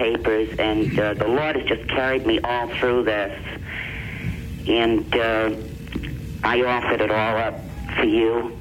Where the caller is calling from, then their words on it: Middletown, Rhode Island, United States; from Middletown, Rhode Island.